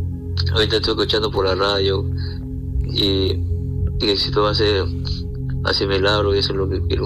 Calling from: Lima, Peru; Estoy llamando de San Juan del Gancho, de Casablanca.

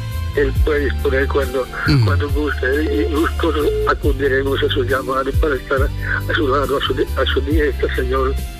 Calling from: Iquitos, Loreto, Peru; desde Iquitos

